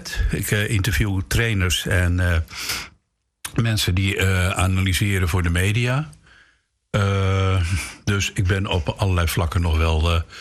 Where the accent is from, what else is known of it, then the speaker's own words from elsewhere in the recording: North Holland, Netherlands; Ik geloof dat ik uit West-Friesland kom en cocaine, wat is dat eigenlijk?